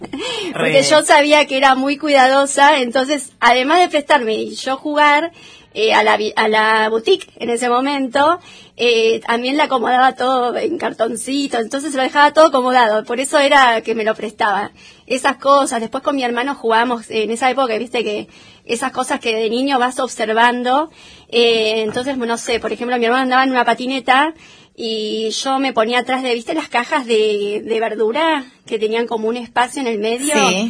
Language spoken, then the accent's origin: Spanish; Buenos Aires Province, Argentina; also born or lived in Pellegrini / Dorrego / San Cayetano / Dolores; yo nací en Pellegrini, uh-huh, en la provincia de Buenos Aires. Y después, por el trabajo de mi papá, he vivido en muchos pueblos, también del interior. Nada, qué sé yo, Dorrego, San Cayetano, Dolores.